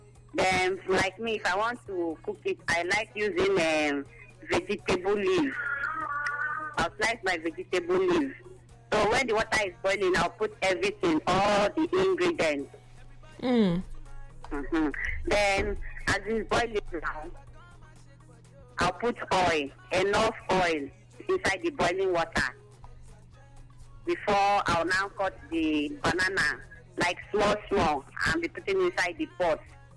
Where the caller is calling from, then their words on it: Akwa Ibom, Nigeria; I'm calling from Akwa Ibom State.